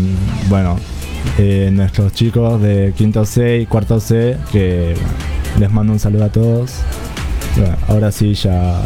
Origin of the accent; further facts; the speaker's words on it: Buenos Aires, Argentina; Vengo de Buenos Aires, de Virrey Alpino.